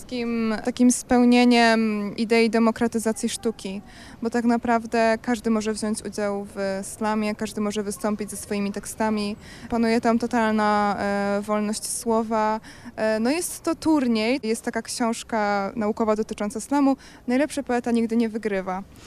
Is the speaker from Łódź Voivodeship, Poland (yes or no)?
no; Poznań, Greater Poland Voivodeship, Poland; bo ja jestem z Poznania